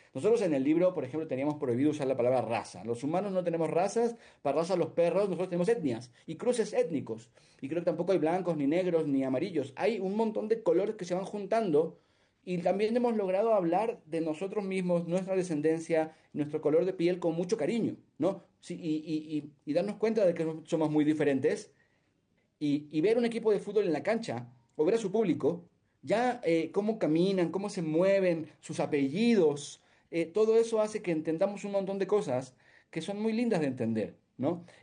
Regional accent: Argentina; moved away; Creo que Argentina, yo cuando me fui de Argentina hace 8 años, extrañé mucho, pero lo primero que sentí es una ligereza de no tener que transitar cotidianamente la gravedad con la que ellos viven los acontecimientos.

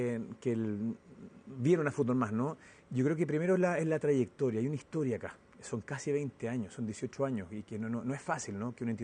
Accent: Rancagua, O'Higgins, Chile; Esto viene en equipo, pero la primera idea, yo soy de Rancagua, estaba trabajando en la India, hace 20 años.

